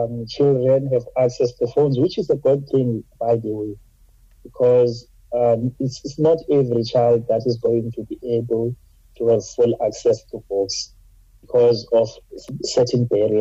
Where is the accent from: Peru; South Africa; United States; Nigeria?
South Africa; Eastern Cape; now in Cape Town, South Africa; I was from the Eastern Cape and I started my schooling there. I did not know how to read, how to write when I came to Cape Town.